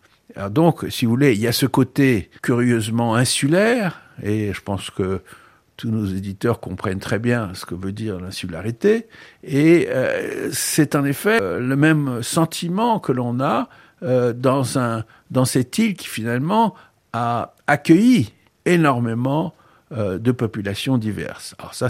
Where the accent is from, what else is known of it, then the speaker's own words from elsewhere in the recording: Corsica, France; moved away; Et si j'ai quitté la Corse, c'est quand même pour cette raison.